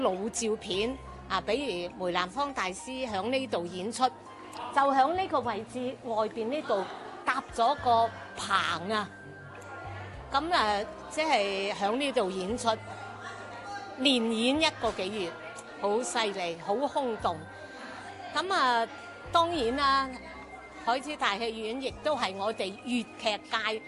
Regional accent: Guangzhou, Guangdong, China; 我哋广州人、我哋广东人

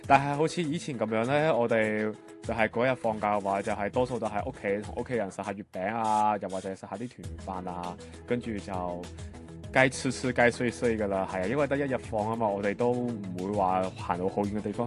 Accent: Macau

